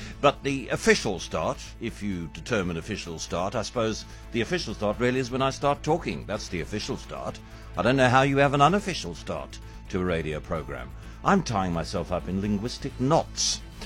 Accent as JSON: {"language": "English", "region": "Eastern Cape", "country": "South Africa", "tie": "born or raised there", "said": "growing up in the Eastern Cape"}